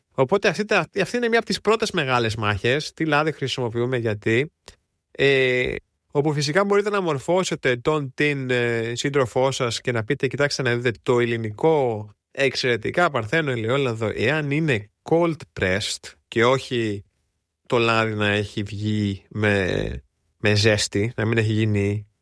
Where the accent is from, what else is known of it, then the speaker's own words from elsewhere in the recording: Greece; now in Germany; εγώ ως γανήσιος Έλλην με 50 δέντρα κάπου στη Μεσσηνία